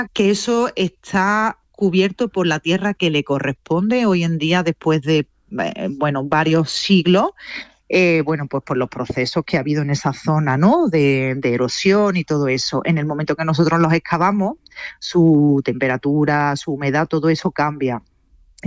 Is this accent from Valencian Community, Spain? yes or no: no; Córdoba, Andalusia, Spain; y no lo digo como cordobesa orgullosa